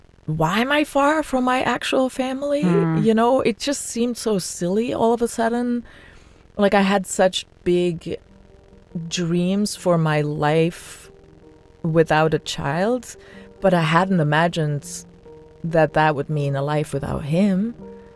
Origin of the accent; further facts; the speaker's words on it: Belgium; English is a second language; moved away as an adult; now in United States; I'm from Belgium. I'd moved to the US for David, and I felt so untethered.